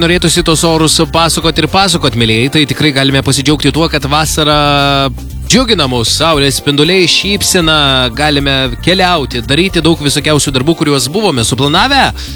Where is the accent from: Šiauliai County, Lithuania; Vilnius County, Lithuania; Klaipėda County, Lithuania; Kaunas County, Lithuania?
Klaipėda County, Lithuania; Klaipėda; Nors ir esam klaipėdiečiai, kurie labai dažnai nekeliaujam prie jūros